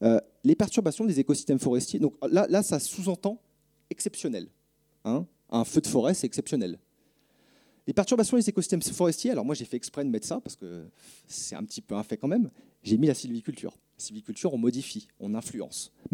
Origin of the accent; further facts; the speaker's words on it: Lyon, Auvergne-Rhône-Alpes, France; Enfin, moi, je suis du Rhône à la base, hein, de Lyon, Grenoble juste à côté.